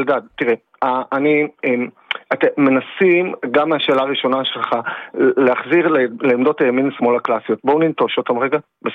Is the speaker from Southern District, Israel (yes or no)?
yes; Nir Oz, Southern District, Israel; now in Be'eri, Israel; אני חייתי שנים, חיינו בנגב המערבי, אני הלא בן קיבוץ נירוז וחבר בערי, כל חיי אני שם